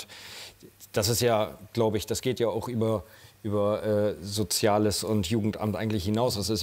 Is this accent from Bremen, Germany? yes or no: yes; Bremen, Germany; also ich komme ja aus Bremen, also bei uns gibt es sowas nicht.